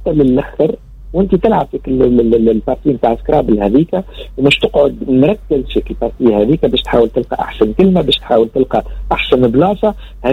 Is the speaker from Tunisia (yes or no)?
yes; Tunis, Tunis Governorate, Tunisia; عندنا في تونس العاصمة.